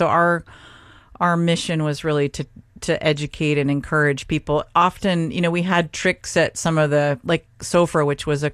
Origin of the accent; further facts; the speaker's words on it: Seattle, Washington, United States; moved away; I come from Seattle, Washington, from a Norwegian family on both sides